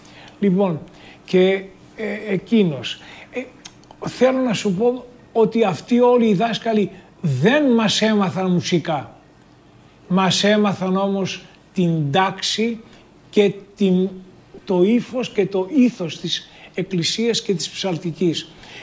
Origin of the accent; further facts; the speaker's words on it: Istanbul, Turkey; στο χωριό μου, στο Μέγα Ρεύμα.